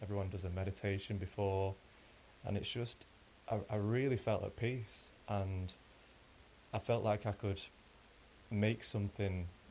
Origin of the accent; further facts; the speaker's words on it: Dukinfield, North West England, United Kingdom; now in Mossley, United Kingdom; I'm 33, I've grown up here, I live in Mosley, but I grew up in Duckingfield, and yeah, I'm a local